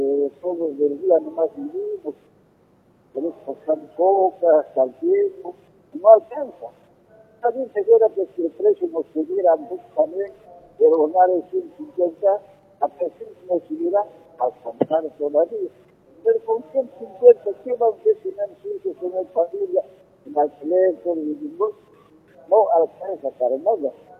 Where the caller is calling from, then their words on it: Bolivia; nosotros como bolivianos